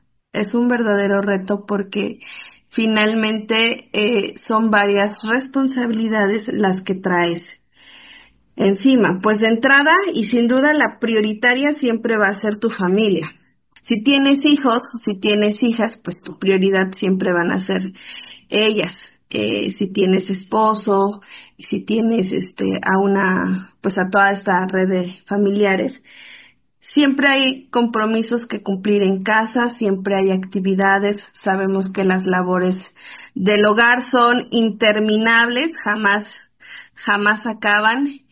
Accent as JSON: {"language": "Spanish", "town": "San Miguel Tzinacapan", "region": "Puebla", "country": "Mexico", "tie": "born or raised there", "moved": "as an adult", "lives_now": "Puebla, Mexico", "said": "Soy originaria de San Miguel Sinacapan."}